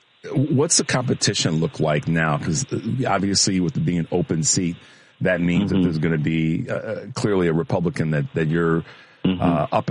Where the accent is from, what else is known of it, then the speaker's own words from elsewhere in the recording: United States; And that's something that I'm really proud of as an American.